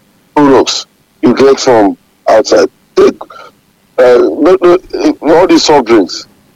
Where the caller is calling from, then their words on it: Nigeria; I pity myself as a Nigerian